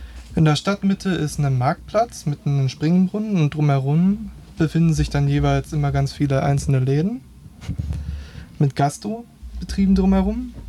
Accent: Baden-Württemberg, Germany; Ich komme aus der Nähe von Freudenstadt.

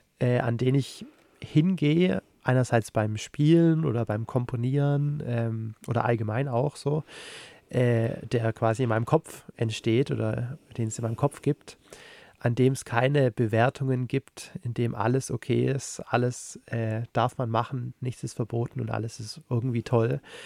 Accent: Unterensingen, Baden-Württemberg, Germany; aber auch nicht zu weit weg von meiner Heimat Stuttgart-Region, Unterenzingen, Nürtingen.

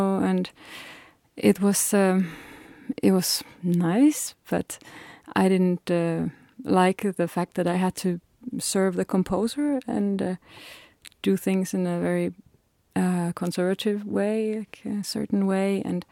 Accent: Finland; now in Denmark; I'm from Finland originally and I live in Denmark.

